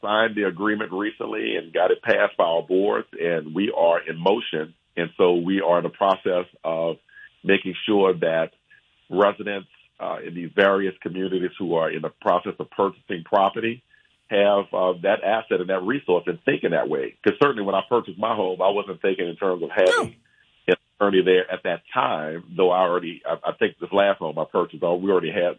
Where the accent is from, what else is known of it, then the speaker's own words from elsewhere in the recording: Louisiana, United States; I'm from Louisiana